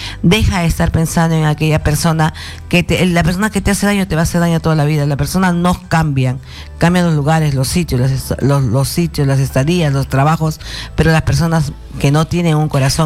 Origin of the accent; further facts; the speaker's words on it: Huacho, Lima, Peru; moved away; Y me voy a Huacho. Voy a estar allá en mi tierra.